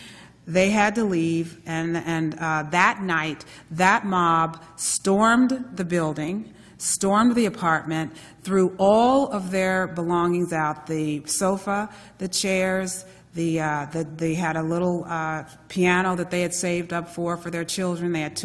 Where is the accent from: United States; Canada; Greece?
Greece; moved away; You see, I'm an immigrant from Greece, and the book is my story.